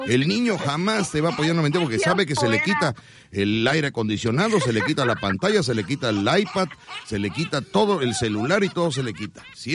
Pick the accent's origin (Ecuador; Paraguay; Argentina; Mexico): Mexico; Veracruz; Pero yo soy de aquí, de Veracruz. Somos de Veracruz, ¿verdad?